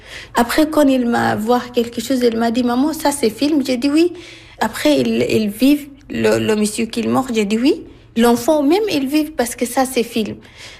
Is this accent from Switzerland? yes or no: no; Sudan; French is a second language; moved away as an adult; also born or lived in Libya; j'ai 33 ans, je viens du Soudan, je suis allée à Libye, après on continue jusqu'à Italie.